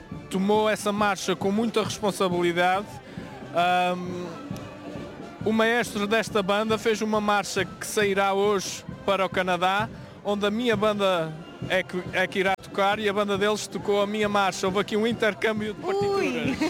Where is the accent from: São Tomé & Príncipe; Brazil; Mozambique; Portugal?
Portugal; Praia da Vitória, Azores; Sou da Praia da Vitória, mas sou terceirense no fundo.